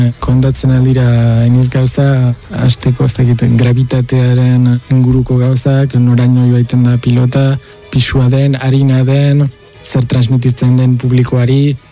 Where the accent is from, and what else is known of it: Vitoria-Gasteiz, Basque Country, Spain; born there